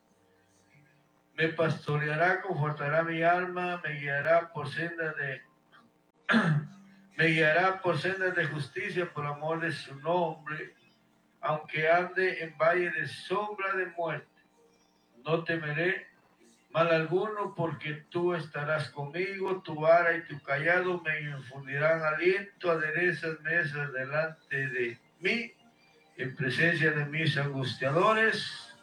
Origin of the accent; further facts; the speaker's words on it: Guatemala; now in Houston, United States; Allá a mi tierra natal, el predicador … viviendo en Houston, Texas, nacido en Guatemala.